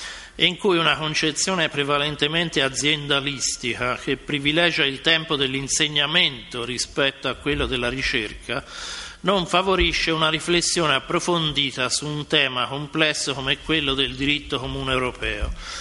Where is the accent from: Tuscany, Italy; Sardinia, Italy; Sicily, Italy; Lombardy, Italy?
Tuscany, Italy; Florence; in quanto fiorentino